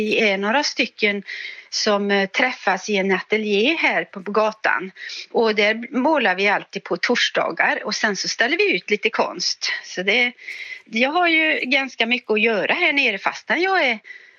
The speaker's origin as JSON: {"language": "Swedish", "town": "Uddevalla", "region": "Västra Götaland County", "country": "Sweden", "tie": "born there", "moved": "yes", "lives_now": "Öland, Sweden", "said": "jag är egentligen född i Uddevalla."}